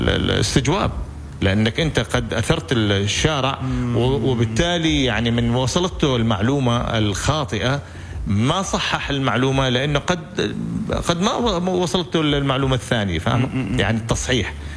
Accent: Oman; نحن كعمانيين

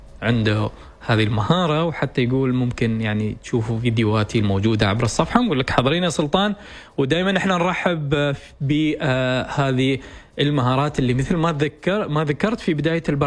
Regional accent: Oman; وأيضا تنفع بلدنا عمان

